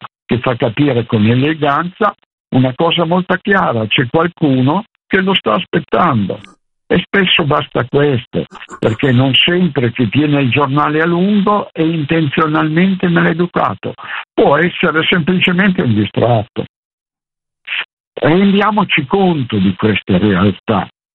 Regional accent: Piedmont, Italy; Io sono piemontese

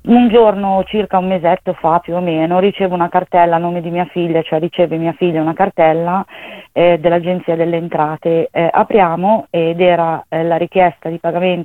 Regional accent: Desio, Lombardy, Italy; abbiamo effettuato un primo accesso al pronto soccorso dell'ospedale San Gerardo di Monza, perché noi siamo di Desio

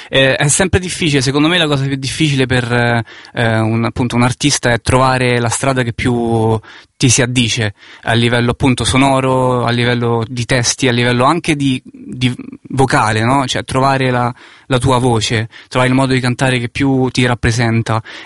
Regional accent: Rome, Lazio, Italy; moved away as an adult; now in Milan, Italy; Io sono romano, vivo a Milano da ormai 4 anni, però faccio un po' avanti e indietro tra le due città.

